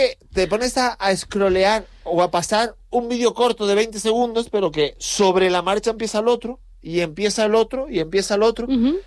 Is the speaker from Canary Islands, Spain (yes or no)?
yes; Tenerife, Canary Islands, Spain; moved away; como decimos en Tenerife